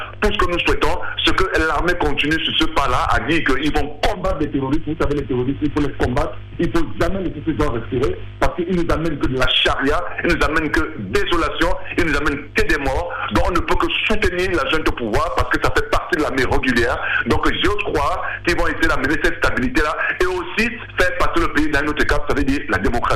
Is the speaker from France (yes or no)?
no; Cameroon